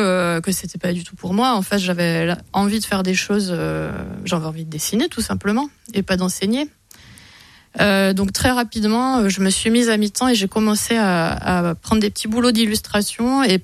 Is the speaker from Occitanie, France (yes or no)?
yes; Toulouse, Occitanie, France; moved away; Pas du tout, je suis toulousaine.